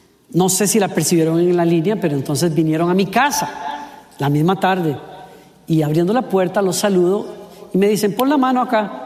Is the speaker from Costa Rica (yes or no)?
yes; Costa Rica; moved away; Yo era director de alabanza en mi país.